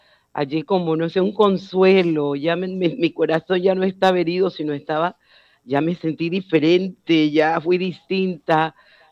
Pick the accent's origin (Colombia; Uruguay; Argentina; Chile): Colombia; Barranquilla, Atlántico; Yo soy barranquillera, pero mi familia es de Palenque, así que me reconozco como palenquera.